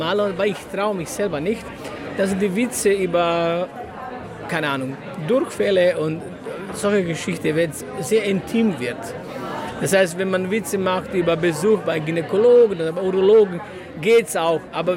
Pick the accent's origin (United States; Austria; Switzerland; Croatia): Croatia; German is a second language; now in Germany; Ribica heißt es in Kroatien.